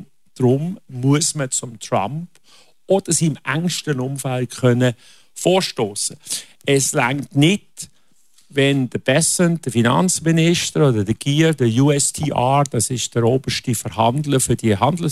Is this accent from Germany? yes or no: no; Switzerland; als Diplomat oder als Schweizer kann man gut zu Demokraten stehen